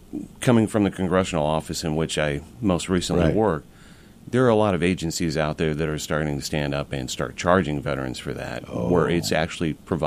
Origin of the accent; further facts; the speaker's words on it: Murphysboro, Illinois, United States; Murfreesboro, Illinois.